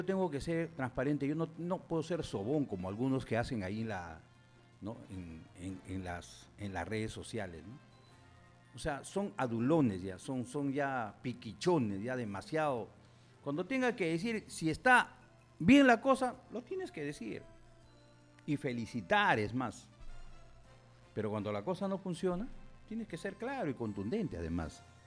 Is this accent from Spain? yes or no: no; Peru; Yo estoy por el Perú, como cualquier peruano. Quiero que le vaya bien a mi patria